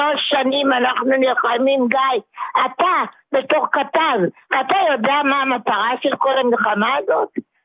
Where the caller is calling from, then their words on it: Holon, Tel Aviv District, Israel; אני מחולון.